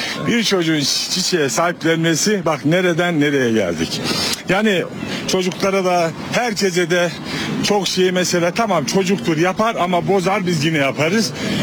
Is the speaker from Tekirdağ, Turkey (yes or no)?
no; Şırnak, Şırnak Province, Turkey; born or raised there